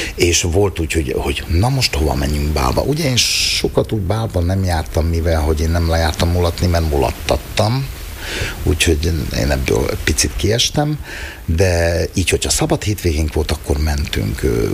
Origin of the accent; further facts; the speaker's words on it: Borsod-Abaúj-Zemplén, Hungary; ugye itt nőttem fel, itt tevékenykedtem, de a Bodrog közi emberek nagyon szeretik a úgy a népzenét, mint a popzenét, mint a rockzenét, mint a komoly zenét, ezt elmondhatom a Bodrog közről.